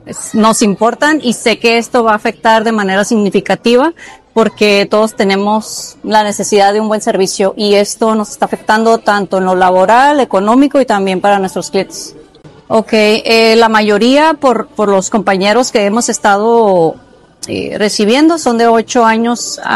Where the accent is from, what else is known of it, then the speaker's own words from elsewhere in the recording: Tijuana, Baja California, Mexico; En este caso somos de aquí de Tijuana, pues casi 100 personas.